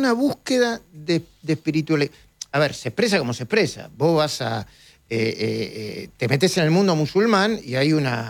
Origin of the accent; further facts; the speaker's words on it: Argentina; Somos argentinos y tenemos que defender una vuelta al nacionalismo, bien entendido.